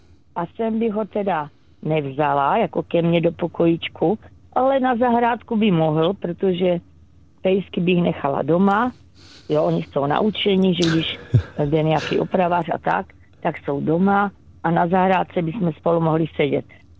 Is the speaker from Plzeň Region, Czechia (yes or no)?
no; Olomouc, Olomouc Region, Czechia; now in Radíkov, Czechia; já jsem z Olomouce jako rodačka.